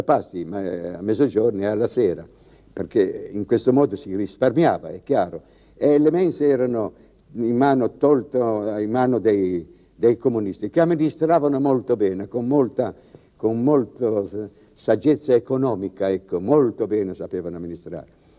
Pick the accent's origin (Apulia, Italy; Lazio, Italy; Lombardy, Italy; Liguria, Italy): Liguria, Italy; Savona; nella mia Savona